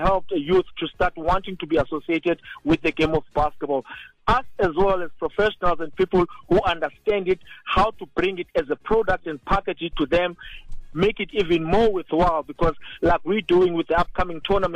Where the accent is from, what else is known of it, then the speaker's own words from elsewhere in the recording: South Africa; as a South African